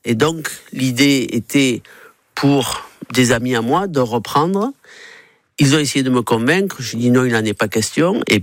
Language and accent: French; Gascony, France; Quand j'étais jeune en Gascogne, c'était vraiment l'entreprise du coin qui comptait. Quand ils venaient au restaurant chez mes parents